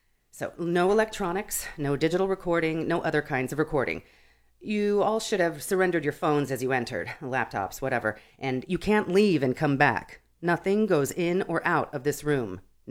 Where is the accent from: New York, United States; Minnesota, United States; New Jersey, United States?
Minnesota, United States; I said Minnesota. I'm from Minnesota.